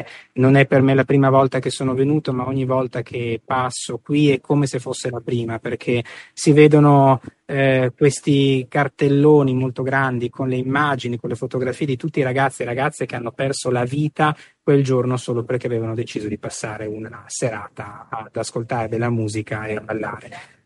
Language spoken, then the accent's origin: Italian; Nir Oz, Southern District, Israel; Veniamo da Niroz. Niroz è stato uno dei kibbutzim più colpiti dalla strage del 6 ottobre, a poco più di 2 chilometri da Khan Yunis